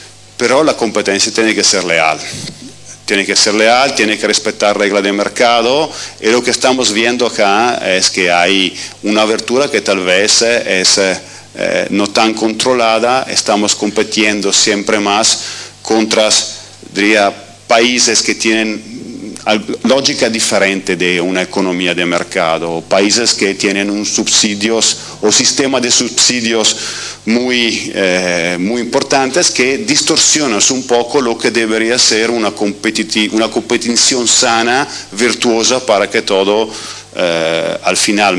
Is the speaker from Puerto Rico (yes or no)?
no; Italy; Spanish is a second language; Yo llego de Italia, soy italiano, y veo como no existe que sea una industria que promueva este discurso.